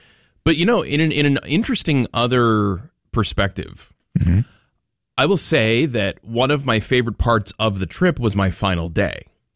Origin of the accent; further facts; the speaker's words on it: United States; And I'm like, I'm American, United States.